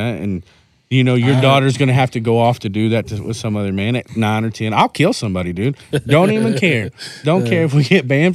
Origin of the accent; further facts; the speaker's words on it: United States